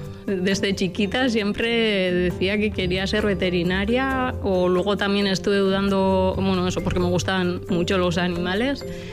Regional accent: Lesaca, Navarre, Spain; born there; also born or lived in Pamplona; de Lesaca como de Navarra, soy navarra. Además, yo nací en Pamplona, de hecho, hasta los 8 años viví en Pamplona y luego vine a Lesaca.

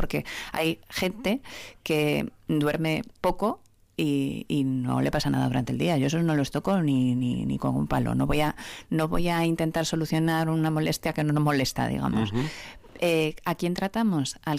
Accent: Galicia, Spain; Mira que yo soy gallega y los gallegos somos un poco tremendistas

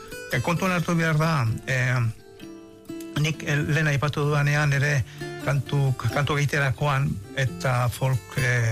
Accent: Hondarribia, Basque Country, Spain; Claro, ni Hondarribian jaio nintzen eta portuan bertan bizi nintzen

